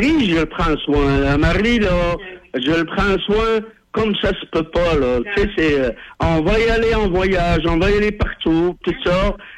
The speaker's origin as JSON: {"language": "French", "country": "Morocco", "said": "Moi, là, je viens du Maroc, OK?"}